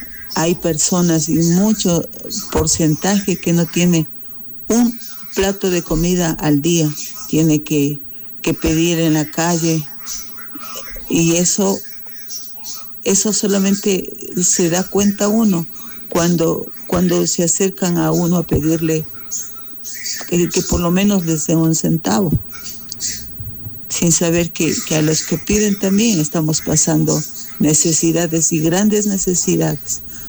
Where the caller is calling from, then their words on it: Ecuador; Vivo aquí en Quito. Soy ecuatoriana.